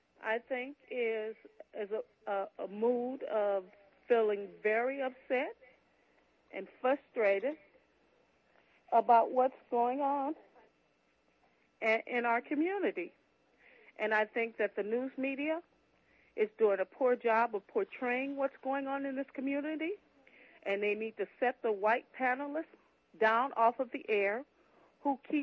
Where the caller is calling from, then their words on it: Los Angeles, California, United States; I'm calling from South Central L.A.